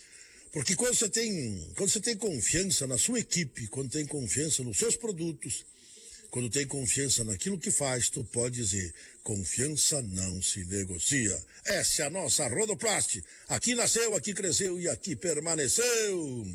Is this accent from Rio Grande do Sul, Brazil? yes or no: yes; Bom Jesus, Rio Grande do Sul, Brazil; born there; now in Vacaria, Brazil; Nós que nascemos em Bom Jesus, embora não vivemos lá muitos anos, mas somos, é a nossa terra.